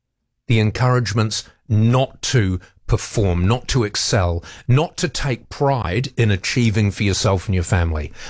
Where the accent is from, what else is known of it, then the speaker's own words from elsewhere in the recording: New Zealand; I would love them to be brought up in a country that has the same morals and views and ideals and society that I was brought up in New Zealand.